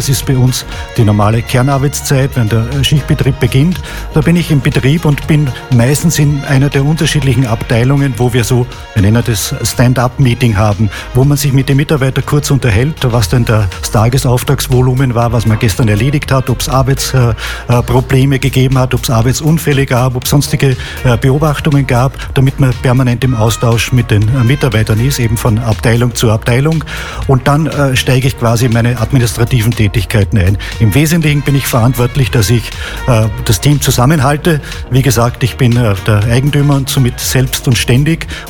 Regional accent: Lower Austria, Austria; moved away as an adult; also born or lived in Vienna; now in Idstein, Germany; Also ich bin tatsächlich vor langer Zeit in Wien geboren worden, aber das hatte reine medizinische Vorsorgegründe. Aufgewachsen bin ich in der Wachau, das ist so das Äquivalent zum Rheingau in Österreich, also in der Weinbaugegend.

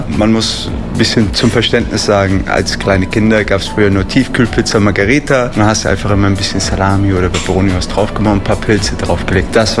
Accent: Wiesbaden, Hesse, Germany; Ich bin in Wiesbaden geboren und aufgewachsen, ja.

